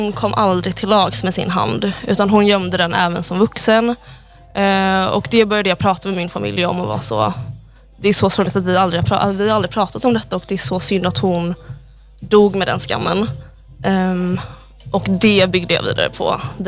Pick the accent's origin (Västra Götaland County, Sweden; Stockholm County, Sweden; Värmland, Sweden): Västra Götaland County, Sweden; Gothenburg; Jag är från Göteborg och fick ett samtal om jag ville vara runner på en inspelning.